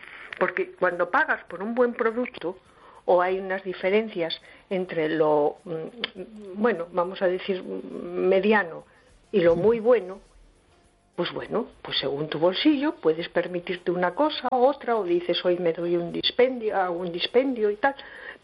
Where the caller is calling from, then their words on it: A Coruña, Galicia, Spain; de Coruña